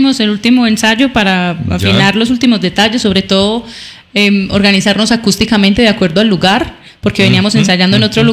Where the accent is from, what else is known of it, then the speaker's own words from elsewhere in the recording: Medellín, Antioquia, Colombia; Yo soy colombiana.